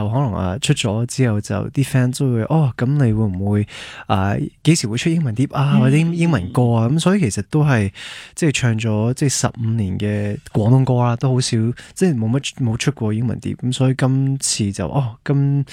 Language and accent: Cantonese; Canada; 我自己可能我即系细细个喺加拿大长大，咁当然我就听好多英文歌啦。咁即系我自己都系即系比较流利啲啦英文。